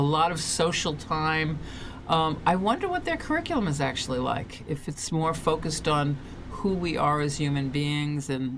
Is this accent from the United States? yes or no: yes; New York City, New York, United States; I grew up in New York City